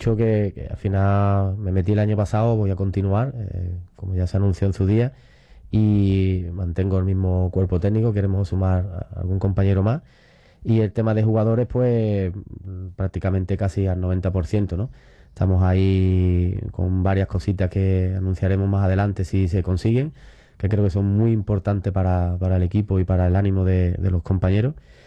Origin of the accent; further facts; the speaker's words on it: Sanlúcar de Barrameda, Andalusia, Spain; now in Ronda, Spain; Yo soy de Sanlúcar